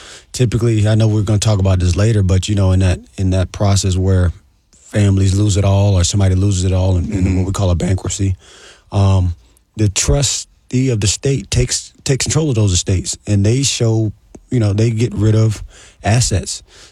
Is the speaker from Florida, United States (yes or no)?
yes; Florida, United States; born and raised in Broward County